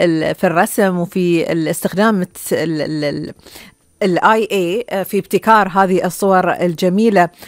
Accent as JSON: {"language": "Arabic", "country": "Bahrain", "said": "بلادنا البحرين أم تراعينا وقلب هيم فيها، لأن البحرين بالنسبة لنا مو مجرد مكان نعيش فيه"}